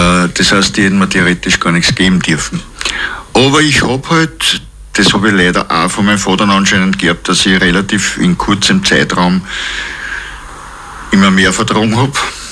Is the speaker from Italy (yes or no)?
no; Krems, Lower Austria, Austria; Wie gesagt, ich bin in Krems aufgewachsen.